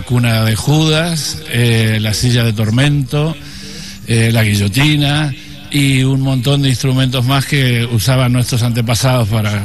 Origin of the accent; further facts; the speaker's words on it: Uruguay; moved away; yo soy hijo de andaluces, pero nacido y criado en Uruguay.